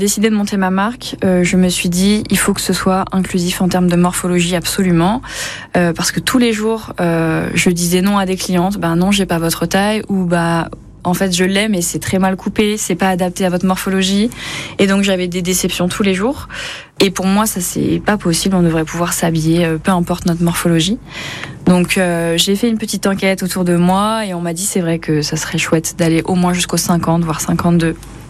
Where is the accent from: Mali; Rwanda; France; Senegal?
France; Saint-Malo, Brittany; Je suis originaire de Bretagne. De Saint-Malo plus précisément.